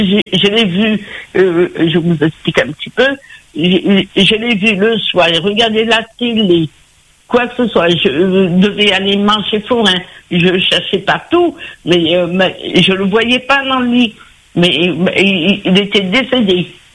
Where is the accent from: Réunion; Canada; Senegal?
Réunion; moved away as an adult; now in Metropolitan France; je suis réunionnaise